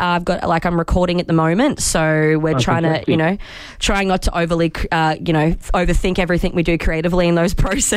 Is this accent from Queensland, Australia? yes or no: yes; Ingham, Queensland, Australia; I'm actually originally from Ingham, which you're going to drive through.